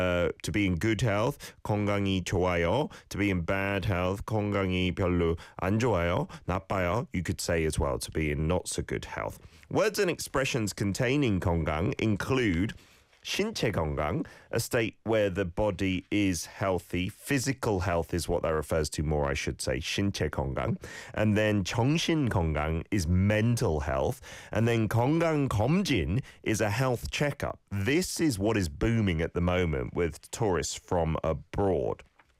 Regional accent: United Kingdom; now in South Korea; than in my home country of the UK.

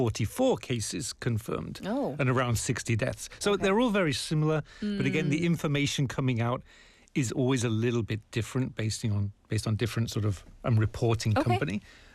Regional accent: United Kingdom; moved away as an adult; now in South Korea; I'm British

